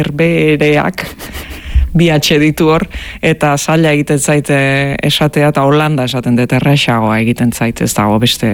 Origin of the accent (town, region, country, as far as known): Basque Country, Spain; born or raised there; moved away as an adult; also born or lived in Netherlands